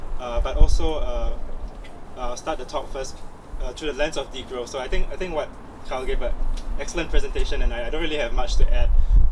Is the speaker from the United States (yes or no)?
no; Singapore; Hi everyone. … from Singapore.